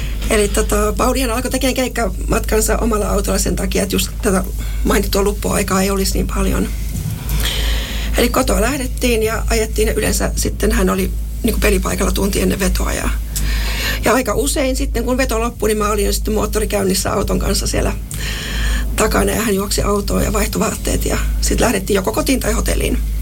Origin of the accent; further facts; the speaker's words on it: Lapland, Finland; Mä olen Lapista kotoisin. Ja puhutaan suoraan.